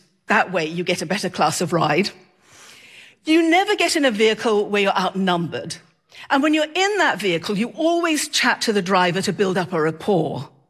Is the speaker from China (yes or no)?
no; the north of England, United Kingdom; now in Maryland, United States; I am originally from England, from the north of England, and I now live in Maryland.